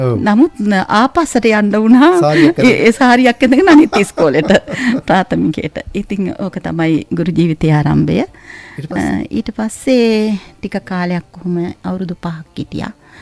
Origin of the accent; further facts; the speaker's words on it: Vavuniya, Northern Province, Sri Lanka; born there; also born or lived in Kebithigollewa; මම ඉපදුනේ වවුනියාව හොස්පිටල් එකේ.